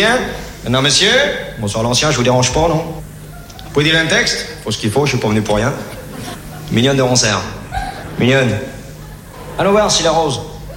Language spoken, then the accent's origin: French; Belgium; Je suis belge, monsieur, oui.